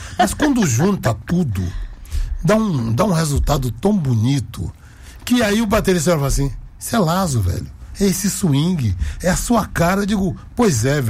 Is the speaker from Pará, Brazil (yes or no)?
no; Bahia, Brazil; Eu sou da Bahia.